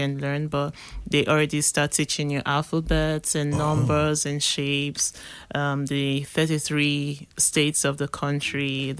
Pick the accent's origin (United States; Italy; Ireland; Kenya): Italy; English is a second language; also born or lived in Benin City, Nigeria; I'm from Nigeria. I was born in Nigeria, Benin City, Edo State. And I grew up a bit in Italy.